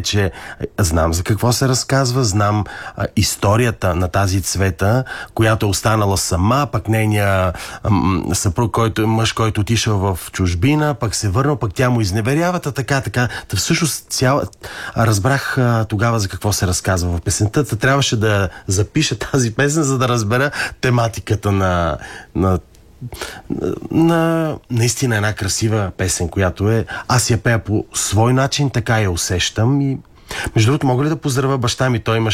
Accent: Novi Iskar, Sofia City, Bulgaria; посветени за моя роден град, песен за Нови Искър

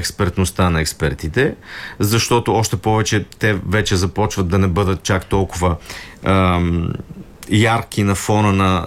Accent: Plovdiv, Plovdiv Province, Bulgaria; now in Sofia, Bulgaria; Сега аз като пловдивчанин, разбира се, имам своя сантимент към Пловдив, но като живееш в София от 30 години, повече отколкото съм живял в Пловдив

